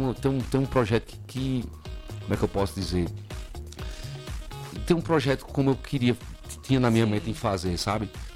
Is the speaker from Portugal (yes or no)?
no; Paraíba, Brazil; sou forrozeiro, sou nordestino, sou paraibano.